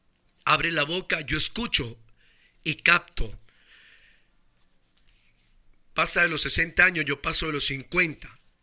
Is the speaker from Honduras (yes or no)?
yes; Honduras; cuando yo salí de Honduras la primera vez, vi Toncontín como, oh my God, hasta en inglés le hablo, ¿va? Señor, qué aeropuerto tan bello.